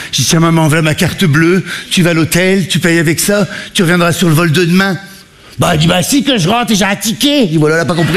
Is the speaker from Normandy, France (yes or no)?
no; Hauts-de-France, France; Et je viens d'une bonne famille du Nord avec une maman qui fait ma taille, 130 kilos.